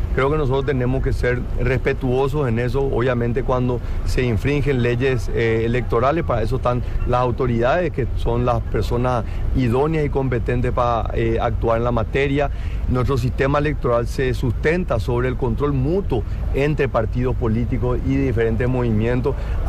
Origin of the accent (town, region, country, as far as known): Paraguay